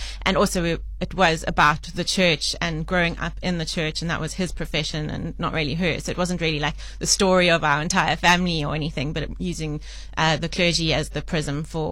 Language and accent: English; Bellville, Western Cape, South Africa; now in Johannesburg, South Africa; growing up in Bellville, it's the kind of place that no one really writes about